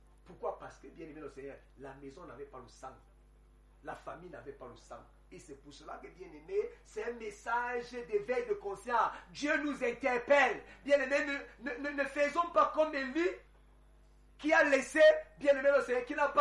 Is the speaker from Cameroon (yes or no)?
yes; Cameroon; Quand on regarde la société aujourd'hui et que je suis Camerounais, j'ai mal.